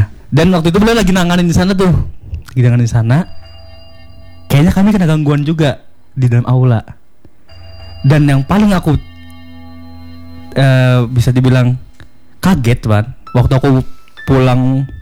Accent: Banjar, South Kalimantan, Indonesia; Dan kebetulan kan aku orang Banjar ya

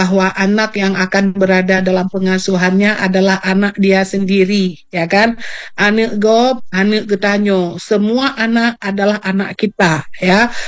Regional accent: Aceh, Indonesia; dalam konsepsi kita sebagai orang Aceh ya khususnya

